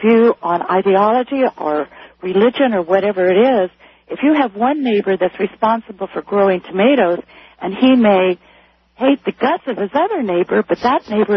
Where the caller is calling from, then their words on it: Del Mar, California, United States; from Del Mar, California.